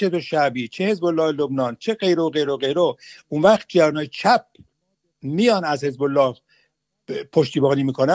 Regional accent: Iran; now in Sweden; من امروز به عنوان یک ایرانی سپاسگزار هستم

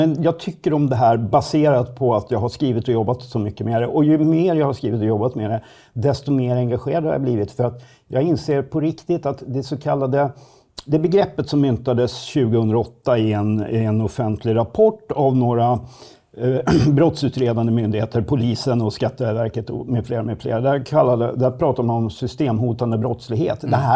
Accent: Södertälje, Stockholm County, Sweden; jag bor själv, jag kommer från Södertälje och bor där återigen. Och det är en kommun som har varit uppmärksammad för politisk infiltration i stadshuset

